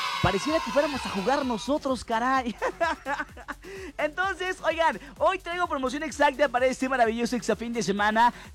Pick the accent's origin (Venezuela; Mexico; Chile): Mexico; porque somos mexicanos